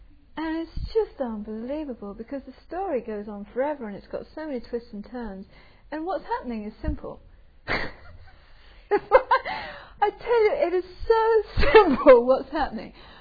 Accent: England, United Kingdom

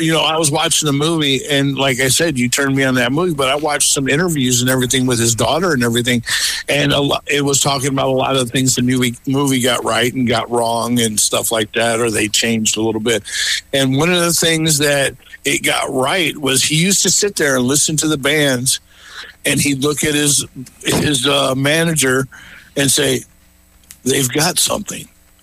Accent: Las Vegas, Nevada, United States; born there; also born or lived in Chicago; me growing up in Las Vegas

